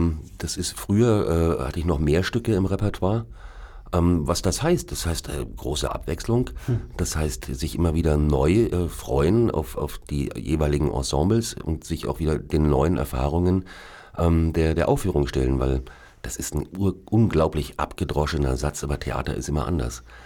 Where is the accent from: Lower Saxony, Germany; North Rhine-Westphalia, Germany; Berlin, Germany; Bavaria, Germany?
Bavaria, Germany; Munich; born there; also born or lived in Zurich; Naja, also meinen Geburtsort habe ich mir nicht ausgesucht. Da kam ich einfach in München auf die Welt.